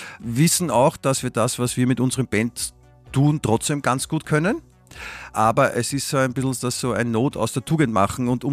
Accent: Stuttgart, Baden-Württemberg, Germany; born there; und ich bin ja in Stuttgart geboren

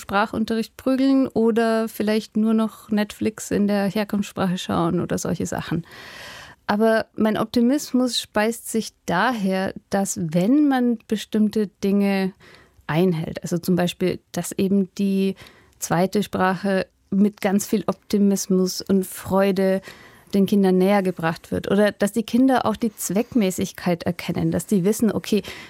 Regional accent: Hof, Bavaria, Germany; accent: Franconian; moved away as an adult; Ich wollte es gerade sagen, ich bin auch zweisprachig aufgewachsen. Also bei uns in Hof oder in Rehau Da spricht man Fränkisch. Und als ich dann nach Berlin gegangen bin zum Studium

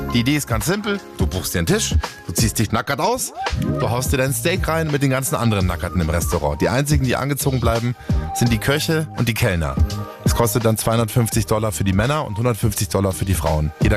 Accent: Dachau, Bavaria, Germany; Ich stelle mir das gerade in meiner Stammwirtschaft in Dachau, in meiner Heimatstadt vor, beim Kochwirt.

